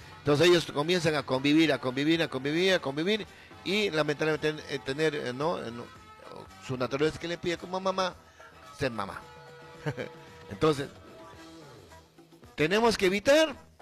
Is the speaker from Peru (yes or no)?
yes; Peru